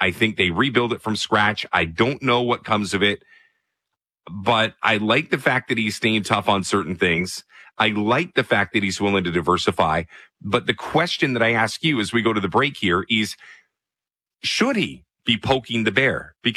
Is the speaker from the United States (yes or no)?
no; Canada; as a Canadian